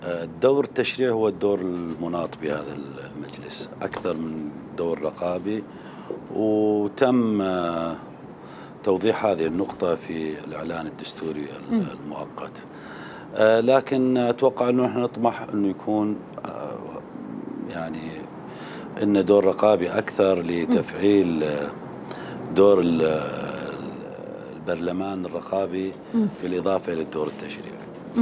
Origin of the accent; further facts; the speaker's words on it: Syria; القوانين والمرونة اللي نكون نقبل فيها بعضنا كسوريين